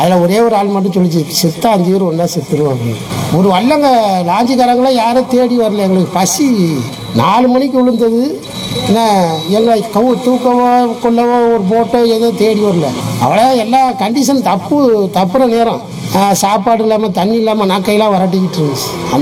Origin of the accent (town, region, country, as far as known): Chennai, Tamil Nadu, India; born or raised there; also born or lived in Pamban